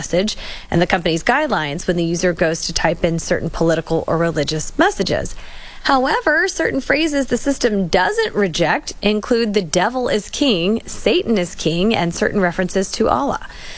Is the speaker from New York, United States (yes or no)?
no; Dallas, Texas, United States; I'm from Dallas. Come on, Cowboys.